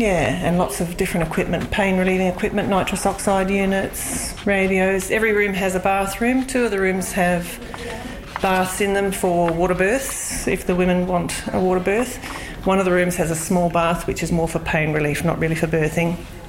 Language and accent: English; Mount Gambier, South Australia, Australia; I'm from Mount Gambier, so there is a retirement village where they have craft groups, and my mother has friends in there